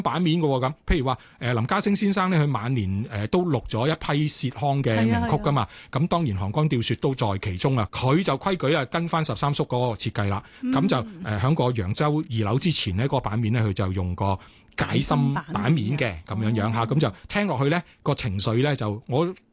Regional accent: Hong Kong; 我哋香港人習慣講就係叫和平之後啦

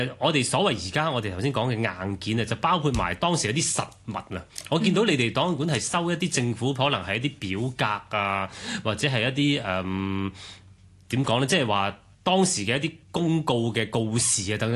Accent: Hong Kong Island, Hong Kong; born there; 我細個就尤其是香港島咧

